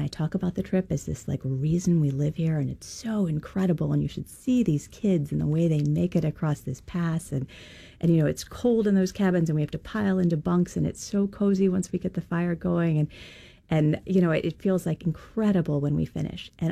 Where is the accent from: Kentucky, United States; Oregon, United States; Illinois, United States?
Kentucky, United States; I'm from Kentucky.